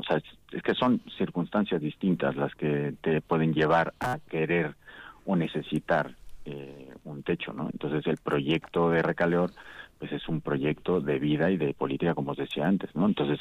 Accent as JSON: {"language": "Spanish", "country": "Mexico", "tie": "born or raised there", "moved": "as an adult", "lives_now": "Vitoria, Spain", "said": "Yo llegué de México, yo soy originario de México"}